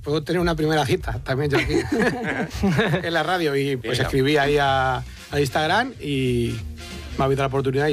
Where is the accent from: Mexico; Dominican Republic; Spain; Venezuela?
Spain; Aranjuez, Community of Madrid; accent: Toledo; Pues en mi pueblo, o sea, soy de Aranjuez, pero es frontera con Toledo. O sea, todos los pueblos.